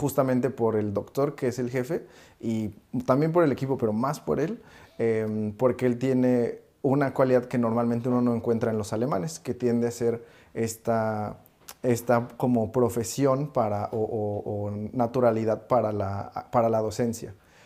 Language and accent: Spanish; Mexico; now in Germany; lo cual para uno como mexicano y acostumbrado a ciudades tan grandes es muy pequeño.